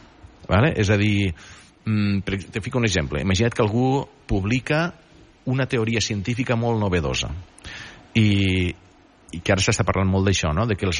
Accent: Catalonia, Spain

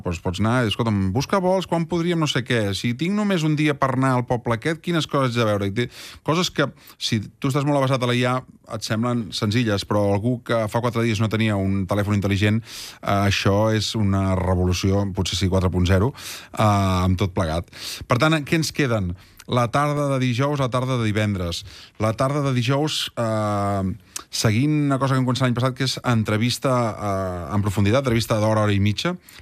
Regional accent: Granollers, Catalonia, Spain; i jo sóc de Granollers, i per tant em quedava molt a prop

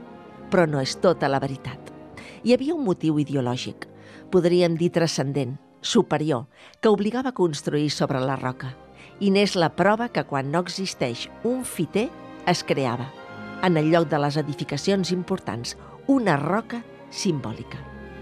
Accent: Catalonia, Spain

